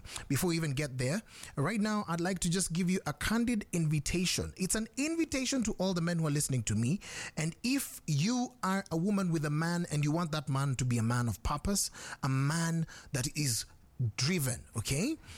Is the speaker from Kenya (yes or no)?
yes; Kenya